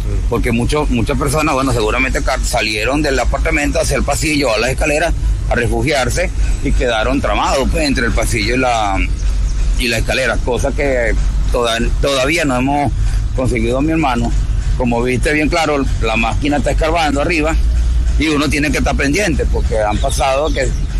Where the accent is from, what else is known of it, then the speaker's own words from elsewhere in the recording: San Rafael de Onoto, Portuguesa, Venezuela; yo vengo de San Rafael de Onoto, estado Portuguesa